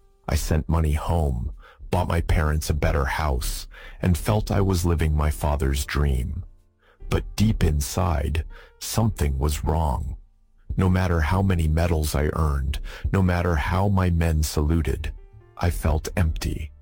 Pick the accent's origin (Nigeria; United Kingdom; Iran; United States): Iran; Bandar Bushehr, Bushehr Province; I was born in 1958 in Bandar Bushehr, a dusty port city by the Persian Gulf. The air always smelled of salt and fish, and the sun burned so hot you could feel it through your sandals.